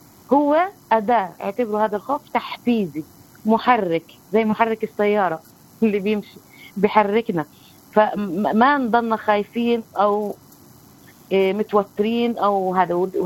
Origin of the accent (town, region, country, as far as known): West Bank, Palestine